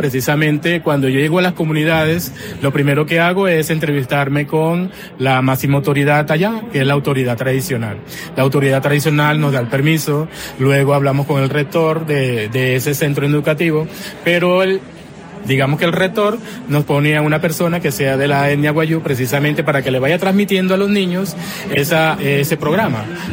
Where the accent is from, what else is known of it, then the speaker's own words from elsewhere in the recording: Aracataca, Magdalena, Colombia; born there; now in La Guajira, Colombia; yo soy del Magdalena, nací en Aracataca, Magdalena, esa tierra de Macondo que me ha enseñado mucho, y precisamente de Macondo, como yo nací allá en una casita de bareque, en una casita de barro